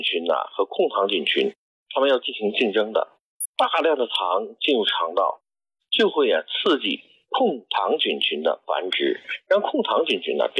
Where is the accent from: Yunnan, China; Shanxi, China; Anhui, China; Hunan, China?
Shanxi, China; 我们山西人呢更厉害